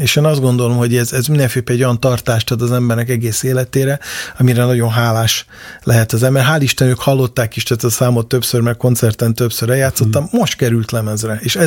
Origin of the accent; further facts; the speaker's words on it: Budapest, Hungary; angyalföldi vagyok